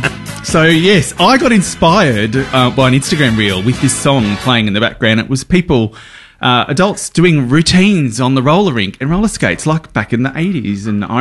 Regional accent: New South Wales, Australia; moved away; Growing up in Outback New South Wales.

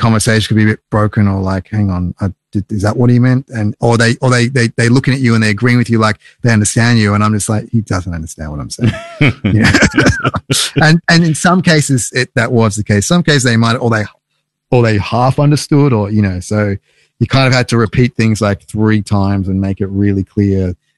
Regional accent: Australia; I started saying, you know, I'm from Australia and that, and they'd be like, oh, Australia.

